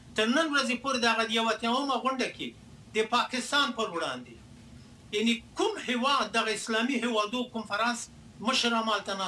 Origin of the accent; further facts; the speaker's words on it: Afghanistan; یعنی که زه یم افغان یم، بیا مسلمان یم، بیا انسان یم، بیا پښتون یم، زه د خپل ملت ملاتړ کوم او د خپل وطن ملاتړ کوم